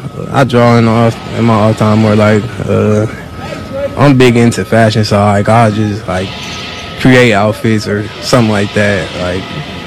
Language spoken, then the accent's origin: English; the Bay Area, California, United States; growing up in the Bay Area